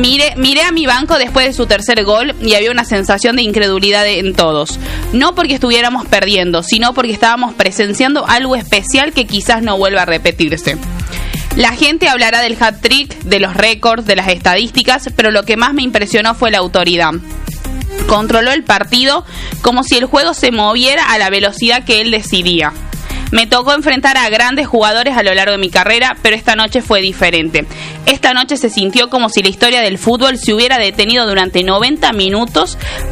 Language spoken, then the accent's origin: Spanish; Argentina; nosotros lo reconocemos siendo hinchas argentinos